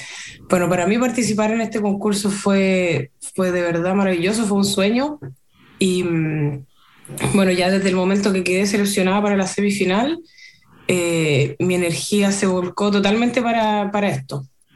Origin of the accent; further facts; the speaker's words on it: Talca, Maule, Chile; moved away as an adult; now in Germany; yo soy de Talca, ahora estoy en Talca